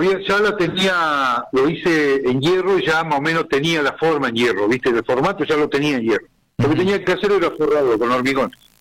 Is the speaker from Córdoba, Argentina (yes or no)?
no; Neuquén, Argentina; also born or lived in El Maitén, Chubut; soy nacido en el Maitén, Chubut, provincia de Chubut, a ferroviario, lo mandan trasladado acá a Neuquén, y yo ya sabía leer